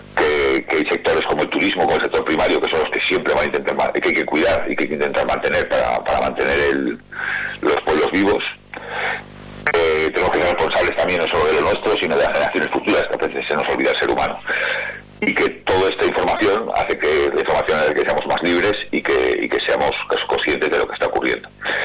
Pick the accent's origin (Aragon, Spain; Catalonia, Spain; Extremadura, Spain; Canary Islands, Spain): Aragon, Spain; yo, por ejemplo, soy aragonés